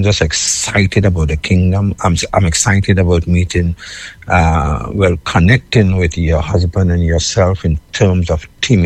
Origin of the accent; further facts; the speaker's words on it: Trinidad & Tobago; born there; Well, I'm from the kingdom. but to be exact, I was born in Trinidad and Tobago.